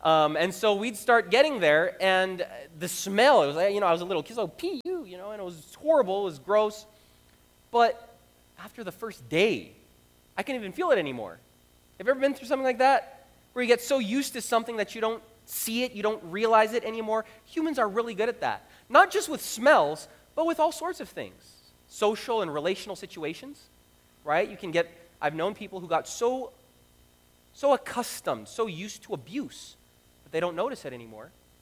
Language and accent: English; Brazil; moved away; You know, I'm from Brazil